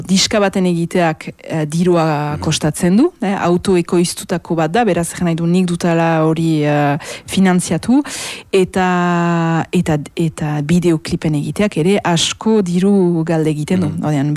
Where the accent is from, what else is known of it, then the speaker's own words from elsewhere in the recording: Baigorri, Nouvelle-Aquitaine, France; Etxea, ni Baigorri Garazikoa naiz, anauztaga, bien artean, baina ne euskaldea da hemen.